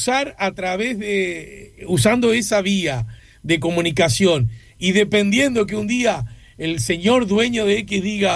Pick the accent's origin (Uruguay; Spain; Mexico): Uruguay